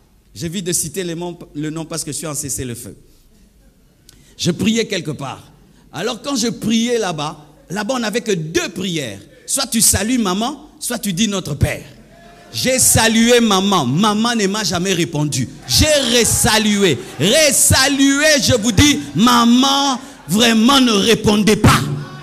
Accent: Kivu, DR Congo; Le swahili, c'est l'une de nos langues au Kivu, parce que j'ai grandi au Kivu.

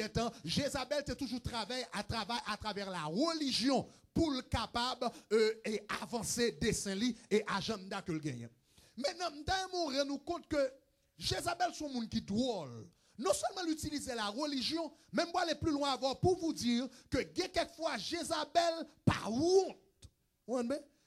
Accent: Haiti; moi, avant, en tant qu'Haïtien, je dis, nous venons qu'on est sous le nom d'Ezuli

